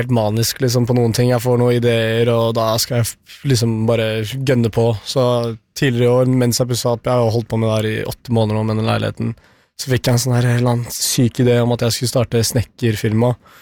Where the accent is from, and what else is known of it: Albania; now in Norway